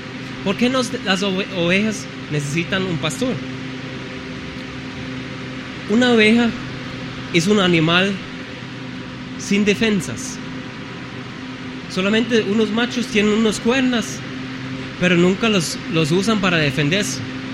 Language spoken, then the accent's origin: Spanish; Germany; Spanish is a second language; En mi país, en Alemania, hay pastores.